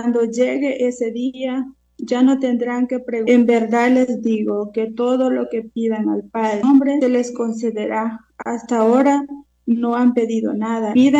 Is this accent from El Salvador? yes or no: yes; El Salvador; soy de El Salvador.